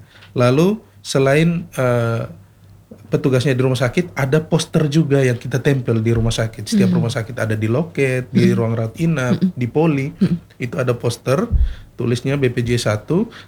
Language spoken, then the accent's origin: Indonesian; Bajawa, East Nusa Tenggara, Indonesia; Kalau saya asli NTT, Flores dari Majawa.